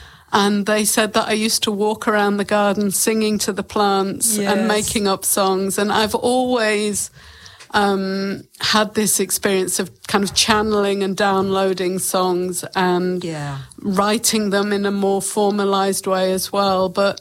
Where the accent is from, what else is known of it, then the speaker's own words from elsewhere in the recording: England, United Kingdom; now in New Zealand; like when I came to New Zealand from England, you know, stopping one whole part of my life and starting again.